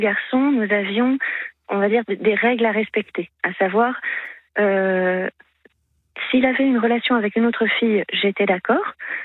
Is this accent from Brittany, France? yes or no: no; Lille, Hauts-de-France, France; Il m'a demandé d'où est-ce que je venais, je lui ai répondu que je venais de Lille et que j'étais venue en Blablacar.